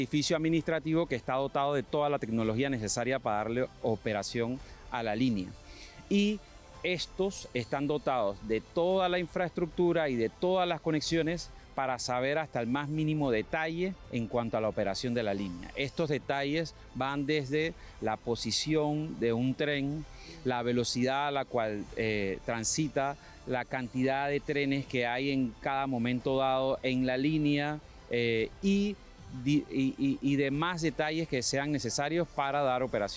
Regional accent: Panama; yo como panameño sí puedo decir que la ejecución de las líneas 1, la línea 2 y ahora la línea 3 ha dejado en Panamá un conocimiento en la población importante

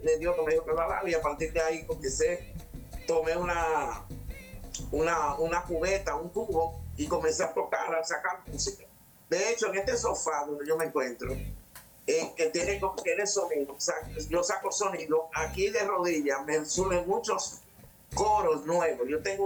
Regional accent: Dominican Republic; muy contenta, muy alegre, muy colorida, muy pintoresco, somos los dominicanos.

